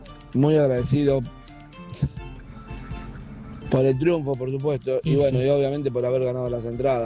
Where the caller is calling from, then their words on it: Berazategui, Buenos Aires Province, Argentina; yo vivo cerquita en Berazategui